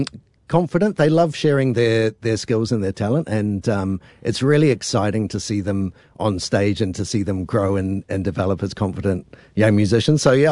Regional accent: New Zealand; moved away as an adult; also born or lived in United Kingdom; I enjoyed the life in the UK, but I thought for children growing up in New Zealand, that was a really special time for me

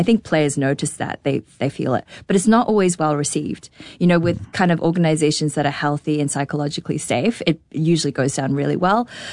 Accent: New Zealand; also born or lived in Shanghai, China / Australia; I'm a global citizen. I was born in Shanghai. I grew up in New Zealand. I studied in Australia.

